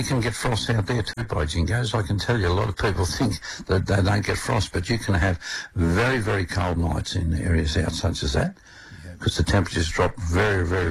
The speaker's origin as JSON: {"language": "English", "town": "Orange", "region": "New South Wales", "country": "Australia", "said": "You know, I'm from Orange, mate. You know, we're tough. I know what frosts are all about."}